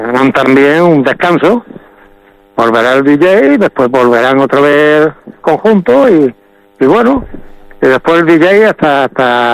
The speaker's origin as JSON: {"language": "Spanish", "region": "Melilla", "country": "Spain", "tie": "born or raised there", "said": "Mira, yo nací en Andalucía, sí. Me casé en Valencia y residía en la calle Castilla."}